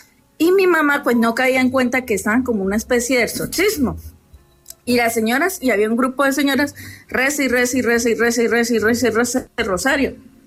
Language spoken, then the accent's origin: Spanish; Cúcuta, Norte de Santander, Colombia; born there